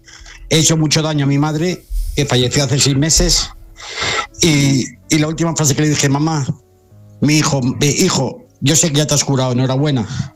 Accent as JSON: {"language": "Spanish", "town": "Rincón de la Victoria", "region": "Andalusia", "country": "Spain", "lives_now": "Madrid, Spain", "said": "Yo soy de Rincón de la Victoria."}